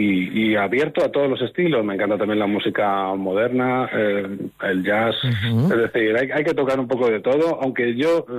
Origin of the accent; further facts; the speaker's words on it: Madridejos, Castilla-La Mancha, Spain; Castilla-La Mancha, que es mi tierra. Yo soy toledano, soy de una población que se llama Madridejos.